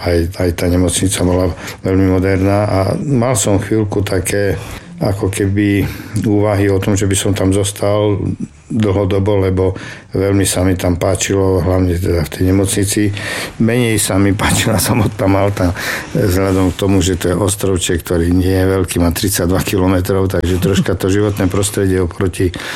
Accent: Prešov, Prešov Region, Slovakia; medzi svojimi doma v Prešove

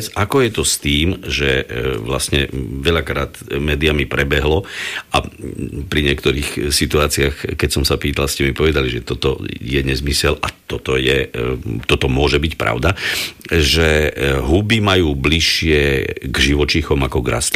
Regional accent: Divín, Banská Bystrica Region, Slovakia; u nás v dedine, v Divíne

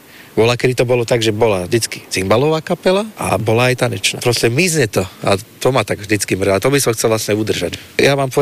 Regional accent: Trnava, Trnava Region, Slovakia; Áno, ja som rodák z Trnavy.

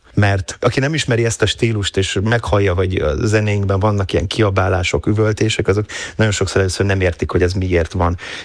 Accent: Hungary; mivel én ugye magyarul írtam verseket

